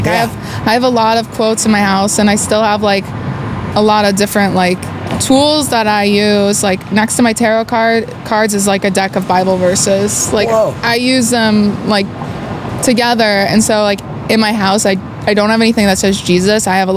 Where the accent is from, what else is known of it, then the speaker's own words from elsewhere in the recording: Worthington, Minnesota, United States; moved away as an adult; I came from a small town that it was like non-conventional.